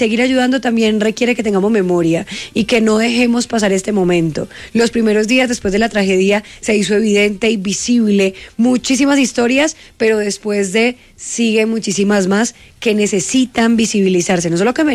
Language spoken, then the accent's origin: Spanish; Cali, Valle del Cauca, Colombia; now in Bogotá, Colombia; yo soy de Cali y yo hablo, yo tengo mi acento